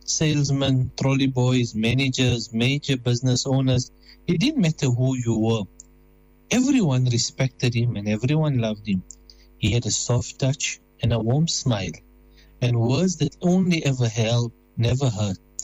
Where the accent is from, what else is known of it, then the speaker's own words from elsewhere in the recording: South Africa; now in Blackburn, United Kingdom; I'm formerly from South Africa.